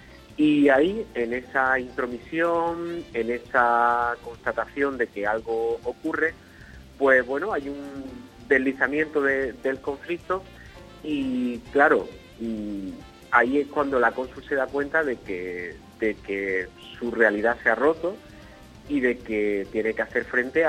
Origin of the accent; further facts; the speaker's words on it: Motril, Andalusia, Spain; siempre me gusta mucho estar en Motril, porque es mi ciudad y mi tierra.